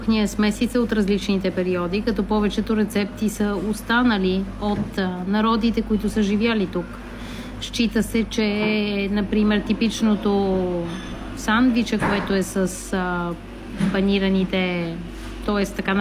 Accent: Sofia, Sofia City, Bulgaria; now in Palermo, Italy; Аз, както казва съпругът ми, вече съм почти половин палермитанка. Тима, че съм от София.

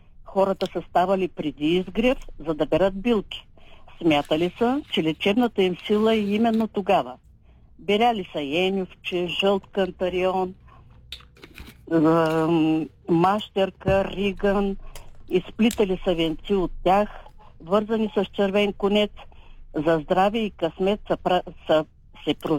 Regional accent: Gabrovo Province, Bulgaria; accent: Balkan (balkandzhiyski); now in Pobit Kamak, Bulgaria; Те пак сме габровци. Запазили сме и тяхни диалекти. Ходила съм по този край, защото моя род е от Габровския, от Козирог Габровско.

